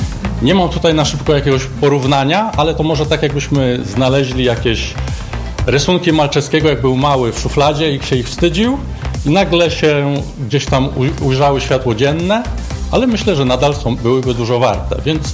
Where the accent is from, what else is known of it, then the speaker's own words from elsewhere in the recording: Radom, Masovian Voivodeship, Poland; a że od pokoleń jestem radomianinem, więc szukałem wydarzeń, które się jakby wydarzyły w Radomiu